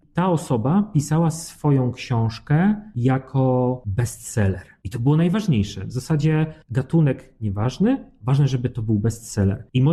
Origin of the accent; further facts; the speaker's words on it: Warsaw, Masovian Voivodeship, Poland; Ja jestem warszawiakiem z urodzenia.